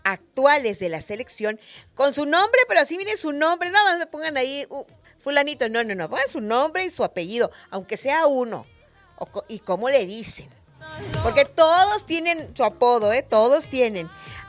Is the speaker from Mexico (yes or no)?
yes; Chetumal, Quintana Roo, Mexico; Bueno, pues nosotros somos de aquí, de Chetumal. Estamos transmitiendo completamente en vivo desde Chetumal, capital del estado de Quintana Roo.